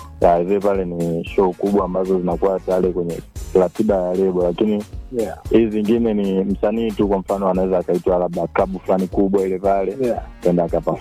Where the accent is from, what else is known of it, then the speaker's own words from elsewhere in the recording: Kigoma, Tanzania; Natokea KG Kigoma.